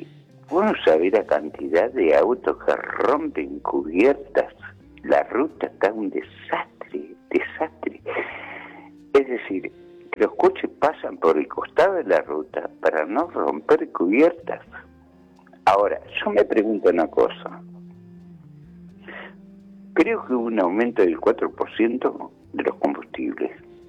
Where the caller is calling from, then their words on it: La Pampa, Argentina; yo soy de La Pampa